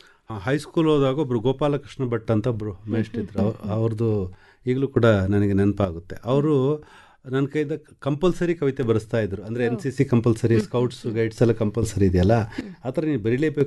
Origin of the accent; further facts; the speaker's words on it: Koyanadu, Karnataka, India; ನಮ್ಮೂರಿಂದ school ಸ್ವಲ್ಪ ಒಂದು ಕೊಯನಾಡು ಅನ್ನೋ ಊರು ಕೊಡಗಲ್ಲಿ